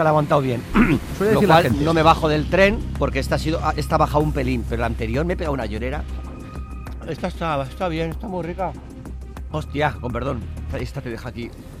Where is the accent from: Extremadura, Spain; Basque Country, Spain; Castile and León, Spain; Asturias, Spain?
Basque Country, Spain; San Sebastián; O sea, yo soy de Donosti, soy de hombre de mar